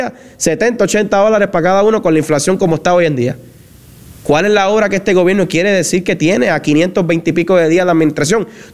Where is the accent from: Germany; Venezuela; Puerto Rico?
Puerto Rico; Y quien paga las consecuencias somos nosotros los puertorriqueños.